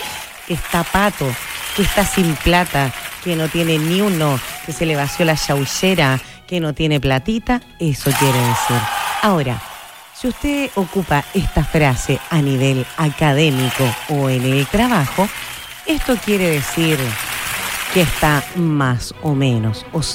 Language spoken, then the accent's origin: Spanish; Chile; Somos grandes los chilenos